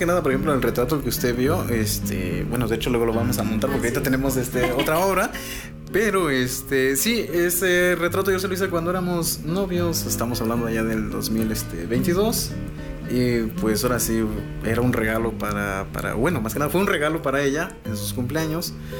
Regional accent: Santa Ana Tlacotenco, Puebla, Mexico; soy originario de Santana Tlöxtoc y pues tengo 26 años.

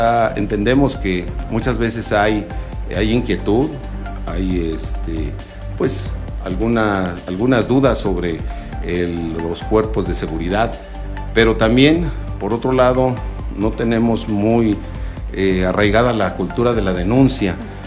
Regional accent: Xonacatlán, Puebla, Mexico; en la Junta Auxiliar de Xonacatlán, de donde yo soy oriundo

